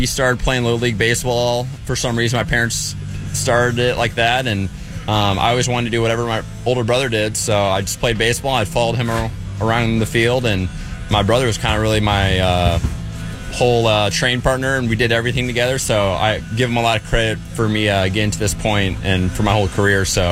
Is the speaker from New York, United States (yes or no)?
no; Indiana, United States; pitching in my home state